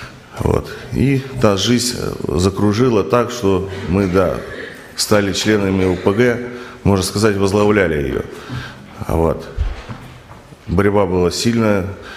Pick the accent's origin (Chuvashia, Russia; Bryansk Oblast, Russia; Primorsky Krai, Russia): Bryansk Oblast, Russia; Bryansk; я родом из Брянска, это Россия. Вот, коротко о себе засвидетельствую. Я из православной семьи, рос, ну, можно сказать, на улице.